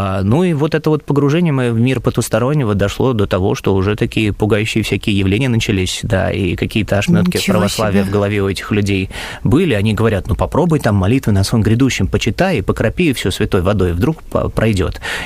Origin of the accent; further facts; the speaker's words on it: Moscow, Russia; born there; moved away as an adult; also born or lived in Pskov; now in Sevastopol; Родился я в Москве. В 1988 году, мне уже 37 лет